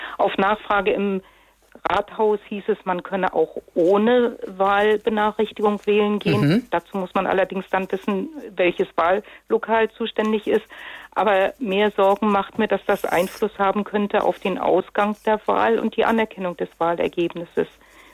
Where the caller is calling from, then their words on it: Neubrandenburg, Mecklenburg-Vorpommern, Germany; Ich rufe aus Neubrandenburg an.